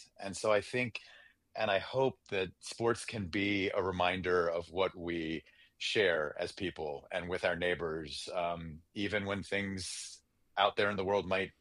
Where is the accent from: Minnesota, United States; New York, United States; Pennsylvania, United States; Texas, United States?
Pennsylvania, United States; Pittsburgh; I moved to Pittsburgh when I was 5 years old and, spent most of my childhood living with my mom, just the two of us.